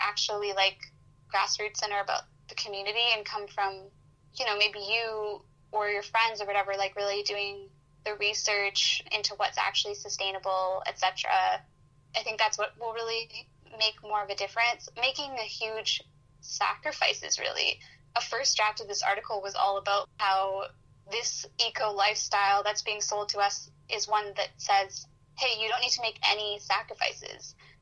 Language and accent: English; Vancouver, British Columbia, Canada; I'm from Vancouver and, I go to Victoria pretty frequently.